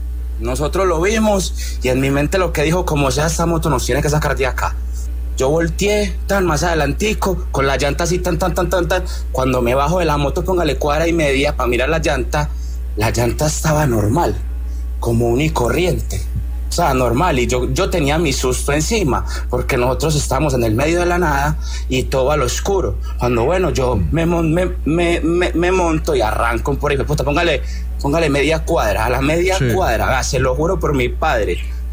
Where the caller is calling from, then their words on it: Medellín, Antioquia, Colombia; Yo soy de Medellín.